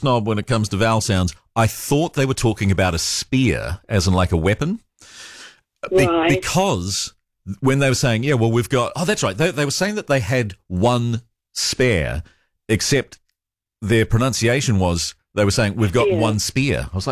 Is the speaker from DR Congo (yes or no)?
no; New Zealand